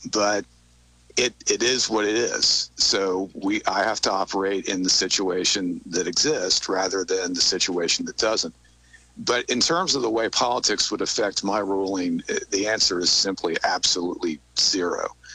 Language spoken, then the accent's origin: English; North Carolina, United States; I'm just turned 59, so I grew up in North Carolina in the time of the old Atlantic Coast Conference